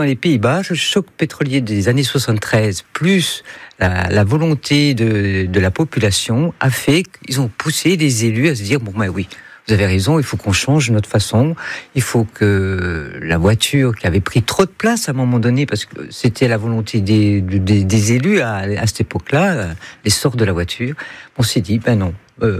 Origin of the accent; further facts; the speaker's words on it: France; chez nous en France